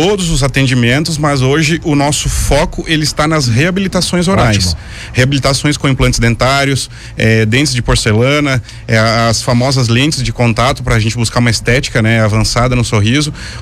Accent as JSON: {"language": "Portuguese", "region": "Santa Catarina", "country": "Brazil", "moved": "yes", "lives_now": "Farroupilha, Brazil", "said": "eu sou de Santa Catarina, moro aqui na Serra aqui há 14 anos"}